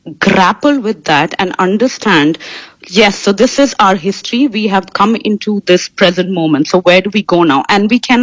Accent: India; moved away as an adult; now in South Africa; I grew up in India and I moved to South Africa about 20 years ago, so I've inhabited both spaces

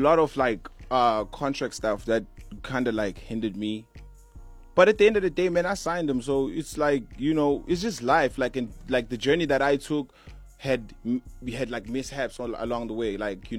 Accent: East Rand, Gauteng, South Africa; For those who do not know, I'm from the East Rand.

